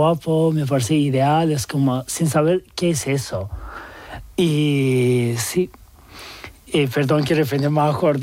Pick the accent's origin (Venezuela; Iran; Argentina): Iran; Tehran, Tehran Province; Spanish is a second language; tanto que yo crecí en Teherán, los años en infancia mi familia mudaron a Teherán